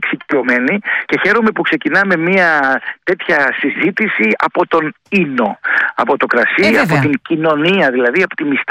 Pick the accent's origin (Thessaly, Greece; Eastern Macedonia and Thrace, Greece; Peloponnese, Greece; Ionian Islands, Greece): Ionian Islands, Greece; Kefalonia; Είμαι στην Κεφαλονιά, είναι η ιδιαίτερη πατρίδα μου.